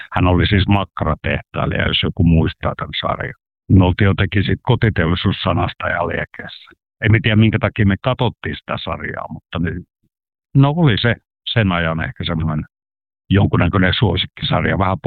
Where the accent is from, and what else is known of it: South Karelia, Finland